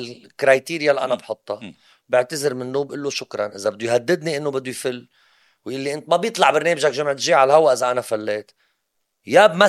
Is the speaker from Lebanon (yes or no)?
yes; Lebanon; انا كشاب لبناني،